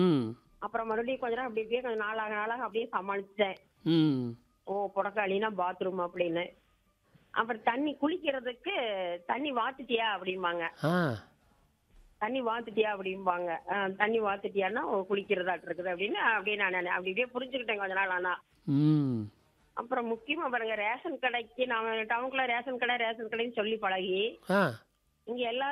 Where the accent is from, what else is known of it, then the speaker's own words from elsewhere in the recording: Erode, Tamil Nadu, India; எங்க ஊர்ல நான் பிறந்து வளர்ந்தது எல்லாம் ஈரோடு நகரம். ஆனா திருமணம் பண்ணி கொடுத்தது பெருந்தறை பக்கத்துல புவன்பாளையங்கிற கிராமம்.